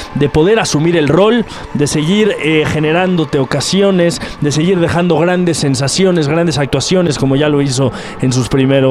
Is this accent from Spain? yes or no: no; Mexico; a nosotros como mexicanos